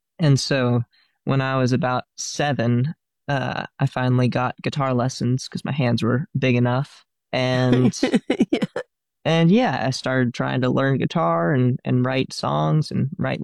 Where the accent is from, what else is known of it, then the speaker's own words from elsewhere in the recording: Fort Worth, Texas, United States; Yeah, I was born in Fort Worth, and me and my family have lived around Fort Worth in different spots my whole life.